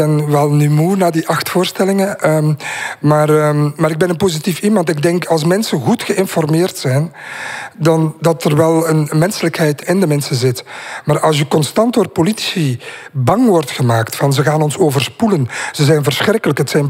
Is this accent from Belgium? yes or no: yes; Ostend, Flanders, Belgium; born there; ik hou van Vlaanderen. Ik ben in Oostende geboren.